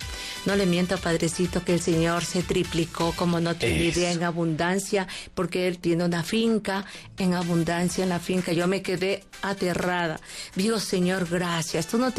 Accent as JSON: {"language": "Spanish", "region": "Los Ríos", "country": "Ecuador", "moved": "yes", "said": "yo soy de Los Ríos."}